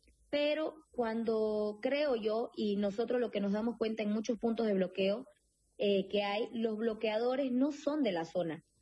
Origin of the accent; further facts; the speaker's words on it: Warnes, Santa Cruz, Bolivia; yo soy de Warnes, una ciudad que es al norte de Santa Cruz, somos productores.